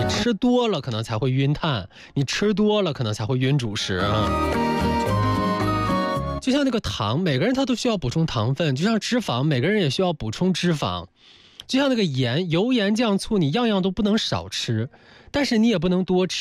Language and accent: Chinese; Northeast China, China; 因为那个时候在那个东北，很多像我们家住平房，屋里面是烧煤的